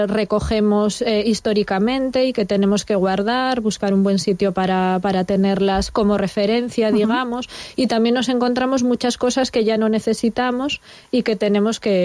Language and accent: Spanish; Viavélez, Asturias, Spain; born there; moved away as an adult; also born or lived in Santiago de Compostela / England / Germany; now in A Coruña, Spain; Soy de un pueblo de Asturias, de cerca de Galicia, del occidente, se llama Vía Vélez, es muy pequeñito, pero es el pueblo natal de Corín Tellado, que todo el mundo la conoce, aunque es un pueblo muy pequeño.